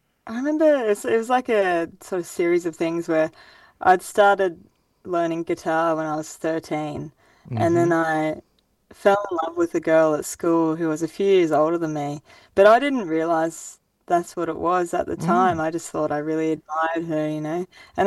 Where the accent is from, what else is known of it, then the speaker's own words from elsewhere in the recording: Grafton, New South Wales, Australia; now in Cairns, Australia; I grew up in Grafton. It's like a small town, about 25,000 to 30,000 people, northern New South Wales.